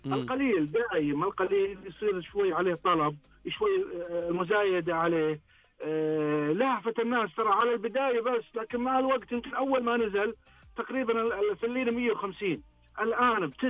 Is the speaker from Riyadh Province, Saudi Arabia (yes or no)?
no; Al-Qassim, Saudi Arabia; عندنا بالقصيم